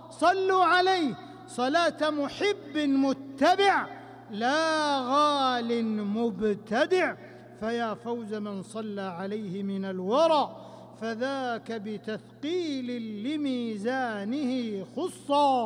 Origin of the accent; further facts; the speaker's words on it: Saudi Arabia; ونحمد الله تبارك وتعالى أن جعل بلادنا المملكة العربية السعودية للتوحيد دارا وللسنة منارا وقرارا